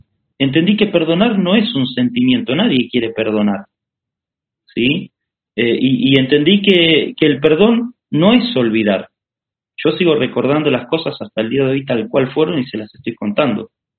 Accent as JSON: {"language": "Spanish", "country": "Argentina", "moved": "as an adult", "lives_now": "Brazil", "said": "yo estaba en Argentina, estaba haciendo trabajos misioneros en mi país"}